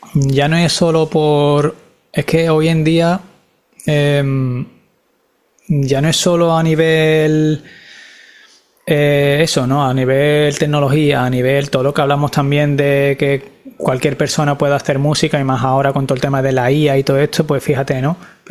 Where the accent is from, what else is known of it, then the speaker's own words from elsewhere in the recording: Seville, Andalusia, Spain; now in Barcelona, Spain; yo soy de Sevilla, pero estoy viviendo en Barcelona